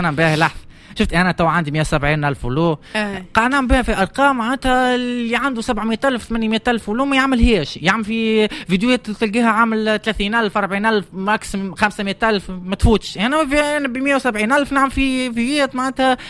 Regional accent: Tunisia; نشرف بلادي تونس

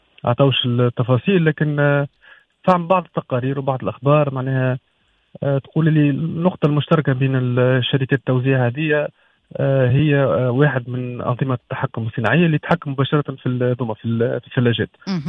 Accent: Tunisia

